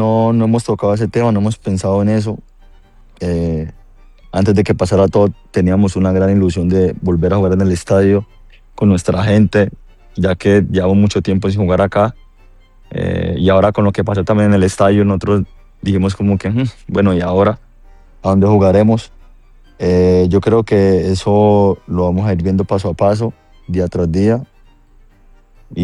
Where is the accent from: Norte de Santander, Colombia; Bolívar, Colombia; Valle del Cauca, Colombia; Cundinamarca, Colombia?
Valle del Cauca, Colombia; Cali; now in Pereira, Colombia; Yo soy de Cali